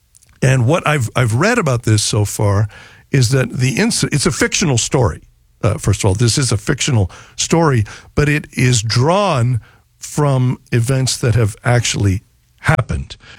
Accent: Nebraska, United States; growing up in the Cathedral area

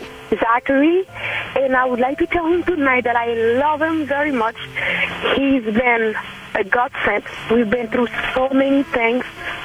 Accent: Haiti

